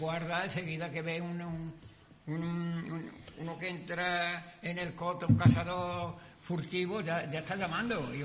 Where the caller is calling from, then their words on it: Sanlúcar de Barrameda, Andalusia, Spain; Y yo soy de San Lucas